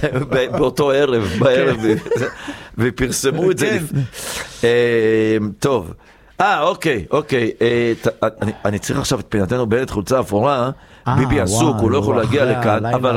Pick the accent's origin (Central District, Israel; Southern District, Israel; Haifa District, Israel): Haifa District, Israel; Kiryat Yam; אני גדלתי בקריית ים.